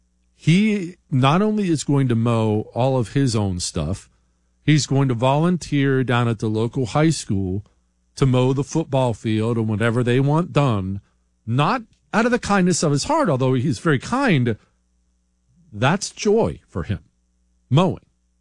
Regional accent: Cuba; I'm originally from Cuba, but I got my naturalization more than 16 years ago.

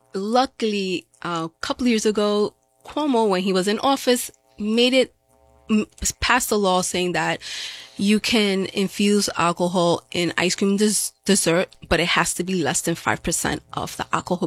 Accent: Brooklyn, New York, United States; now in Dutchess County, United States; So originally I come from New York City. So I'm from Brooklyn. I moved up here to Dutchess County.

